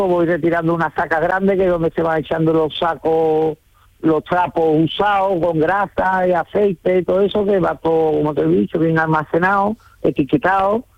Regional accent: Montequinto, Andalusia, Spain; now in El Ronquillo, Spain; Yo vengo yo soy de toda la vida de Dios, de Montequinto.

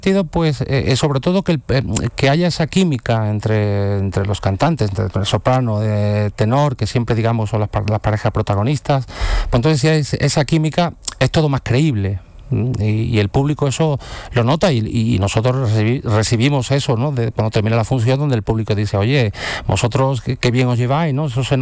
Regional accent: Jerez, Andalusia, Spain; Jerez pues me ha apoyado y siempre he sentido ese cariño, ¿no? Por lo cual, venir siempre a mi tierra, pues, tiene un sabor especial.

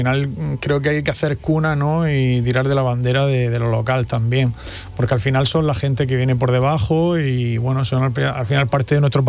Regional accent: Almería, Andalusia, Spain; nosotros somos también entre almerienses

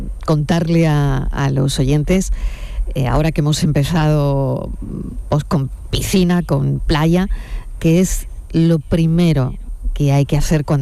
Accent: Andalusia, Spain; muchos andaluces empezamos ya a disfrutar de vacaciones

